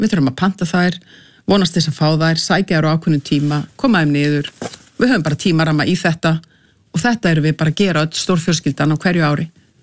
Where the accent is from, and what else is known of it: Reykjavík, Capital Region, Iceland; born or raised there